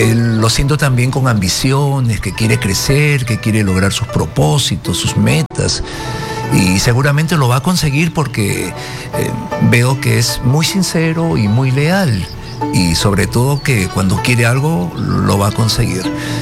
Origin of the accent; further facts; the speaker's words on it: China; Para nosotros los chinos